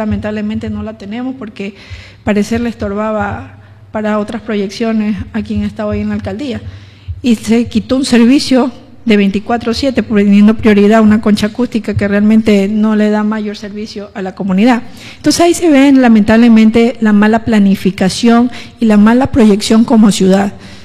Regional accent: Montecristi, Manabí, Ecuador; Yo soy montecristense. Yo llevo la camiseta de Montecristi.

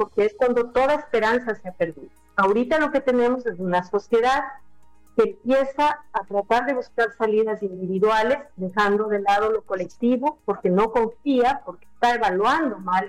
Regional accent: Ecuador; No, los ecuatorianos no somos pesimistas. Habemos una parte del Ecuador que somos andinos.

